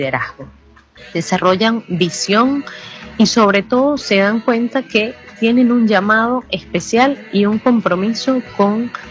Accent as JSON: {"language": "Spanish", "country": "Venezuela", "said": "Yo creo que como Iglesia venezolana estamos llamados a esto, a ponernos en camino con los jóvenes"}